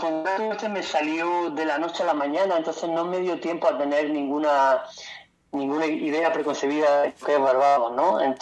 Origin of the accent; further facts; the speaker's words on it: Granada, Andalusia, Spain; moved away as an adult; yo cuando vivía en España, yo soy de Granada, vivía en Granada ciudad